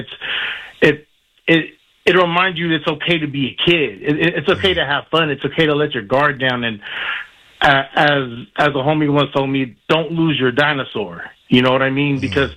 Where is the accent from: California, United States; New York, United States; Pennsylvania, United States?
California, United States; San Francisco; also born or lived in Daly City; I grew up in San Francisco. I also grew up in Daly City, and I have a lot of pride for both cities. And Daly City actually has been very welcoming to me and my family.